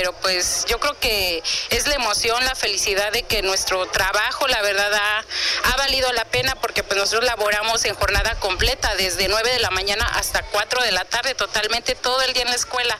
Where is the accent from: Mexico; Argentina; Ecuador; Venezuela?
Mexico; San Luis Atolotitlán, Puebla; Pues venimos de la comunidad de San Luis Atolotitlán, municipio de Caltepec, Puebla.